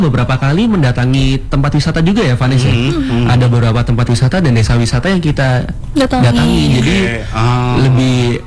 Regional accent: Sumber Pucung, East Java, Indonesia; Jadi saya kan dari Kecamatan Sumber Pucung juga. Saya juga tipe yang kayak, Sumber Pucung memang punya apa sih? Kok kayaknya tidak ada tempat wisata.

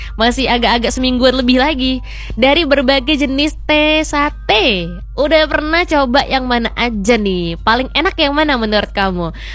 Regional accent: Padang, West Sumatra, Indonesia; Ini bukan karena aku orang Padang ya

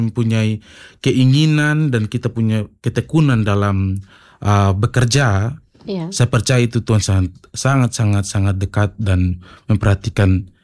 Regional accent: East Nusa Tenggara, Indonesia

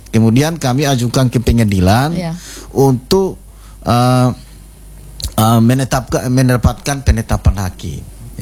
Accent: East Nusa Tenggara, Indonesia; kita orang NTT ini harga diri nomor satu, Pak.

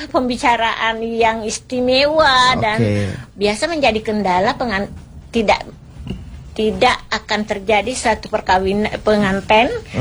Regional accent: South Sulawesi, Indonesia; Kalau kami ini Bugis dulu yang masih saya ingat dari kecil-kecil itu selalu mengikuti, apalagi di kampung ya.

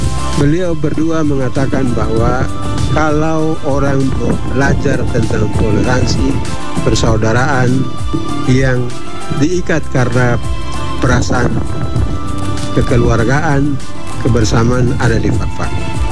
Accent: Papua, Indonesia; Ada Islam, ada Protestan, dan ada Katolik. Itulah kita, orang Papua.

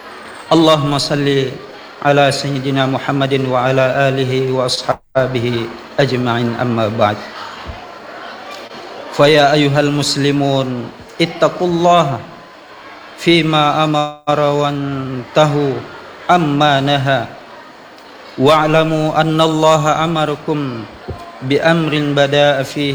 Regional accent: Indonesia; عن بلدنا إندونيسيا

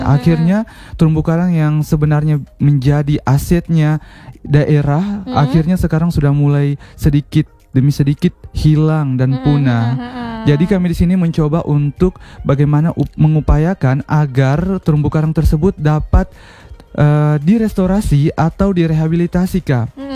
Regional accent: Southeast Sulawesi, Indonesia

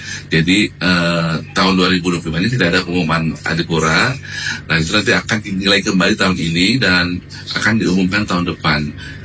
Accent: Nunukan, North Kalimantan, Indonesia; kita sebagai warga Kabupaten Nunukan

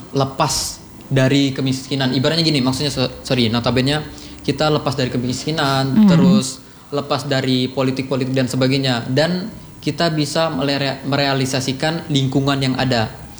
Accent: Bangka Belitung Islands, Indonesia; born there

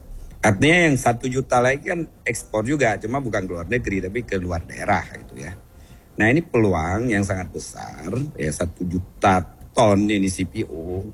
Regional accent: Aceh, Indonesia; also born or lived in Jakarta; kita Aceh

